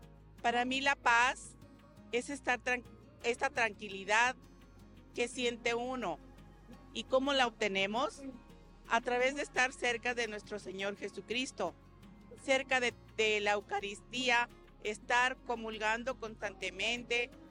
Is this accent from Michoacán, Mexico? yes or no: no; Ostotipaquillo, Jalisco, Mexico; Soy originaria de Ostotipaquillo desde hace 73 años, que es la edad que tengo, orgullosamente lo digo.